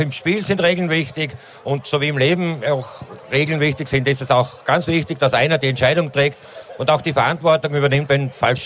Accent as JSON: {"language": "German", "region": "Styria", "country": "Austria", "said": "seit mir als Steirer eben einfach runter"}